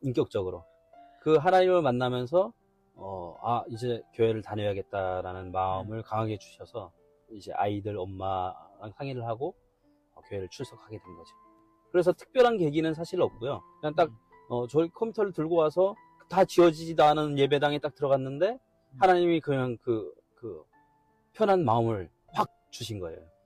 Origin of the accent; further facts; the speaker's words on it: North Korea; also born or lived in China; now in South Korea; 그때가 98년도에 제가 탈북을 했으니까